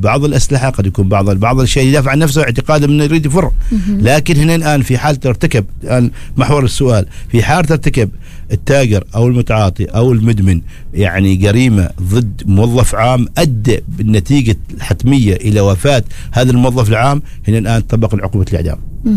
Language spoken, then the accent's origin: Arabic; Oman; عندنا في سلطنة عمان